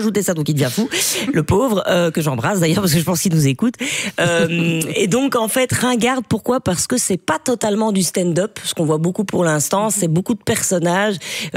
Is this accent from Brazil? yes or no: no; Charleroi, Wallonia, Belgium; c'était compliqué à une période de dire je viens de Charleroi et de l'assumer. Maintenant, je le clame, je le crie haut et fort. Je suis fière de ma ville. Je suis fière de venir de là.